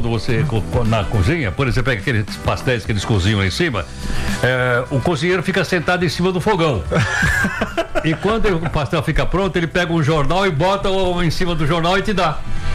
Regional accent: São Paulo, Brazil; Eu sou de uma região da cidade de São Paulo chamada Baixada do Glicério.

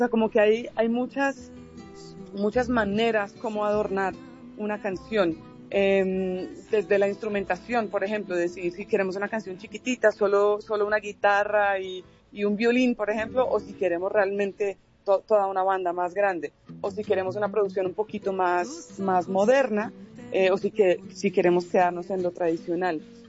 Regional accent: Tolima, Colombia; born there; Yo obviamente me siento colombianísima, pues desde siempre, ¿no? Mis primeros recuerdos son ya montañas tolimenses. Pero pues yo viví aquí con mi visa de residente

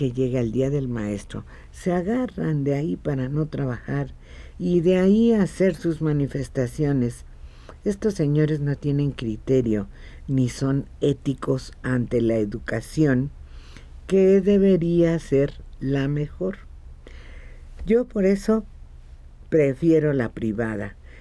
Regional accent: Xolox, State of Mexico, Mexico; Siendo mexicana, egresada de escuelas públicas en mi pueblito de Xolox, en el Estado de México

